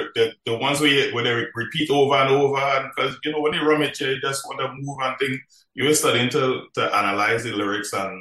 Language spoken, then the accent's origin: English; Marbella, Andalusia, Spain; But growing up in Marbella, I wasn't really into the music like that. I was just a normal kid, just running around playing football, that's about it.